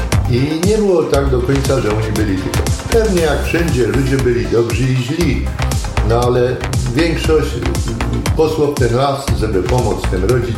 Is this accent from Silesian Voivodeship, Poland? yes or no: yes; Cięcina, Silesian Voivodeship, Poland; Ja pochodzę z Cięciny, tam był potok taki, nazywał się Cięcinka.